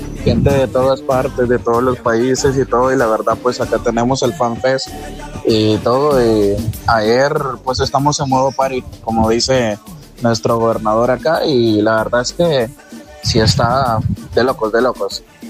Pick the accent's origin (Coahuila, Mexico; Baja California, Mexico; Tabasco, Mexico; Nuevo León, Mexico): Nuevo León, Mexico; Monterrey; born there; yo soy de papás salvadoreños, pero yo nací aquí en México. Con gusto, no olvido mis segundas raíces de donde vienen.